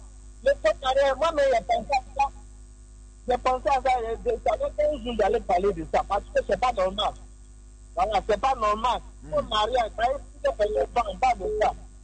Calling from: Abidjan, Côte d’Ivoire; Je suis à Faya, je suis dans la ville.

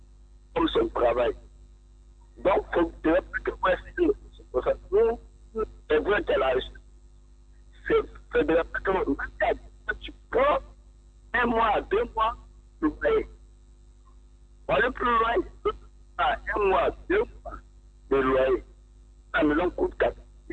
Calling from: Bobo-Dioulasso, Hauts-Bassins, Burkina Faso; Moi d'abord, je suis à Bobo-Dioulasso.

